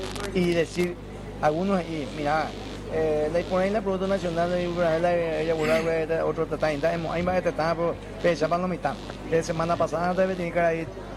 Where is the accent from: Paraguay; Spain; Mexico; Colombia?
Paraguay; nosotros los paraguayos